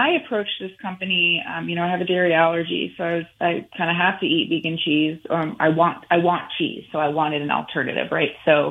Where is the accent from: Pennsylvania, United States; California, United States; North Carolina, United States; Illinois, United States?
North Carolina, United States; Kill Devil Hills; moved away as an adult; now in Asheville, United States; I'm from North Carolina, and that's kind of the roots of my company, too. I was born and raised in Dare County in Kill Devil Hills, North Carolina, on the coast.